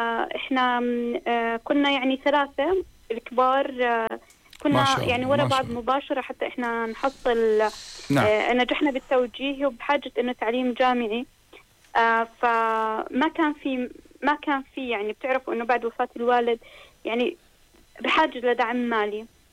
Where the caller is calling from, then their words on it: Karak Governorate, Jordan; أنا من قرية جدا صغيرة بالكرك